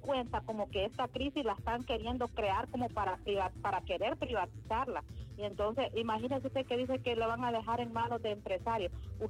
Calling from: Honduras; yo como hondureña

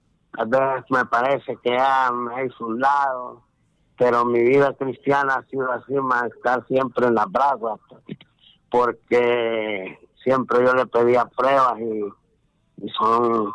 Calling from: Honduras; de la Miramesur.

